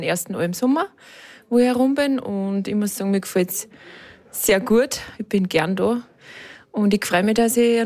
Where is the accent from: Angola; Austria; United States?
Austria; Upper Austria; Ich komme aus dem Innviertel, also eine kleine Gemeinde in Braunau